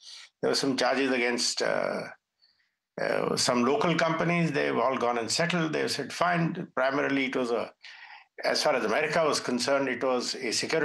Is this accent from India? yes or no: yes; India; when you are looking at it as an Indian